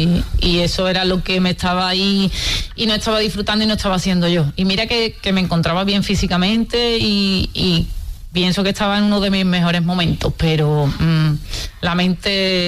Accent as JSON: {"language": "Spanish", "town": "Coria del Río", "region": "Andalusia", "country": "Spain", "also_born_or_lived": "Tomares", "lives_now": "San Juan de Aznalfarache, Spain", "said": "yo siempre obviamente llevo a Coria por bandera porque me siento coreana, aunque actualmente viva en San Juan y llevo varios años viviendo aquí en San Juan y vivió también en Tomares"}